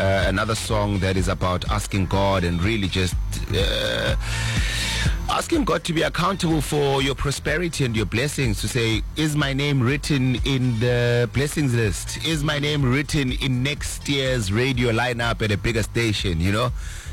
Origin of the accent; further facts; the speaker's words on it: Aliwal North, Eastern Cape, South Africa; Probably one of the best goalkeepers in my hometown, Alwal North, they will tell you, you know.